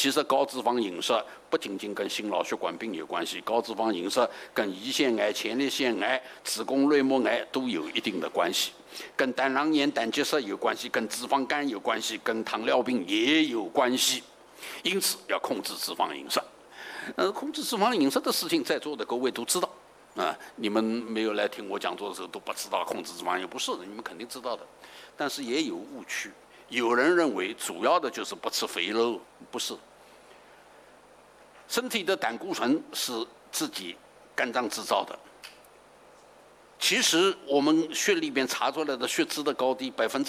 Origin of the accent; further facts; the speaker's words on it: China